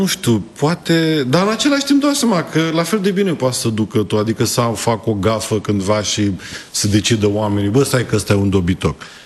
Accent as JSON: {"language": "Romanian", "region": "Buzău County", "country": "Romania", "accent": "Buzău", "said": "Oleacă este în Buzău, dar în rest, cu accentul, adică sunt foarte mulți care nu-l au, nu știu de ce eu l-am, Dar sunt mulți oameni din Buzău care n-au accent"}